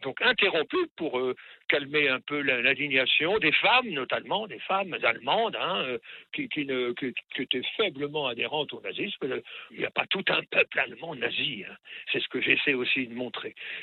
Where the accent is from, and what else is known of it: Normandy, France